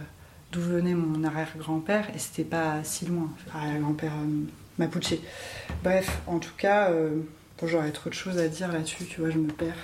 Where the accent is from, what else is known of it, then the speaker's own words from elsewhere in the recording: Brittany, France; Mais comme je suis bretonne, j'ai la peau pâle.